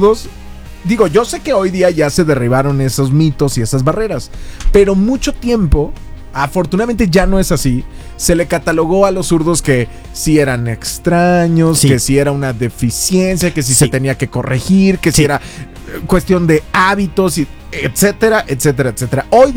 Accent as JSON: {"language": "Spanish", "town": "Guadalajara", "region": "Jalisco", "country": "Mexico", "tie": "born there", "said": "nací en Guadalajara y le voy a la América."}